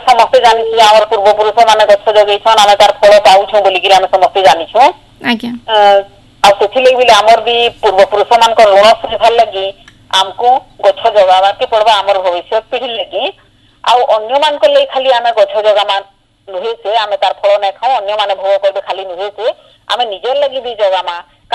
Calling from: Bargarh, Odisha, India; ହଁ ମୁଁ ବରଗଡ଼ରୁ କହୁଛି

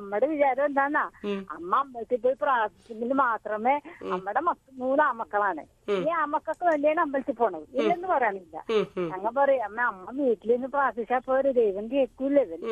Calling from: Kerala, India; ഞാൻ ഗോസ് ജംഗ്ഷനിന്നാണ് വിളിക്കാറ്.

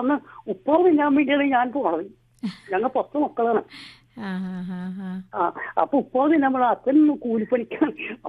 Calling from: Edavanakkad, Kerala, India; ഞങ്ങൾക്ക് ഇവിടെ ഒരു കുടുംബ ക്ഷേത്രമുണ്ട്, എടവനക്കാട് ഭദ്രകാളി വിശ്വമായ ക്ഷേത്രം. ആ ക്ഷേത്രത്തിന്റെ അടുത്താണ് ഞാൻ എന്റെ വീട്.

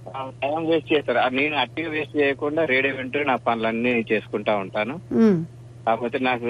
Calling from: Rampuram, Telangana, India; మాది భద్రాద్రి కొత్తగూడెం జిల్లా రాంపురం గ్రామం మేడం.

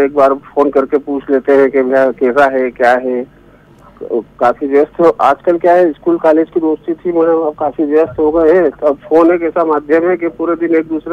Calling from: Chandrawatiganj, Madhya Pradesh, India; मैं चंद्रावतीगंज से बोल रहा हूँ

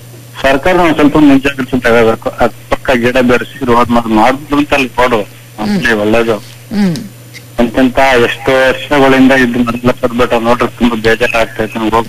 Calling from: Jannapura, Karnataka, India

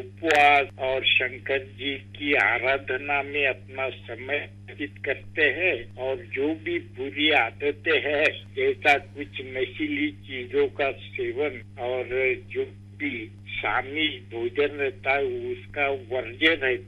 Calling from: Chhatrapati Sambhajinagar, Maharashtra, India; मैं आपका शुभ चिंतक … छत्रपति संभाजी नगर से वार्तालाप कर रहा हूँ

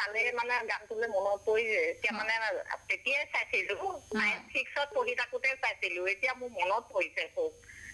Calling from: Borjahapa, Assam, India; বৰজহাপা কৈছিলো, 2 নম্বৰ বৰজহাপা

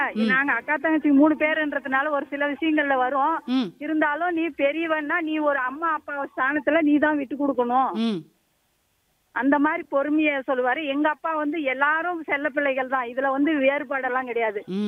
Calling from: Kengavaram, Tamil Nadu, India; கிருஷ்ணகிரி மாவட்டம் கெங்காவரம்

